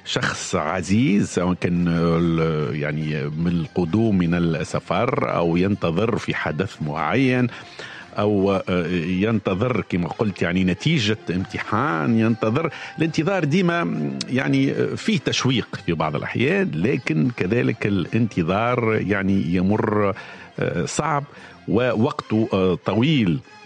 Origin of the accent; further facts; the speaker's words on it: Tunisia; accent: Tunisian; احنا نقوله نستنى بلهجتنا التونسية.